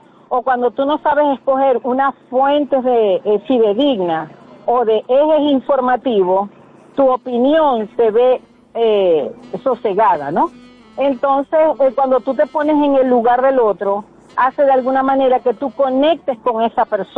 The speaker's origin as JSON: {"language": "Spanish", "country": "Venezuela", "moved": "yes", "lives_now": "United States", "said": "nos hemos ido dando a conocer los venezolanos como éxodo mundial"}